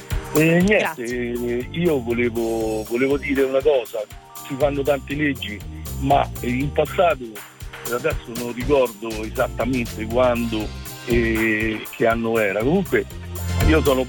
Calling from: Rome, Lazio, Italy; Chiamo da Roma, sto in macchina

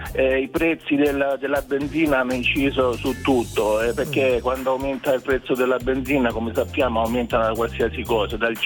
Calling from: Copertino, Apulia, Italy; io chiamo da Copertino, provincia di Lecce.

